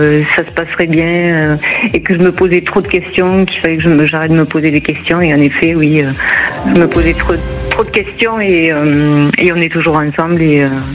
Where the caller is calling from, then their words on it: Occitanie, France; Je vous appelle de l'Occitanie.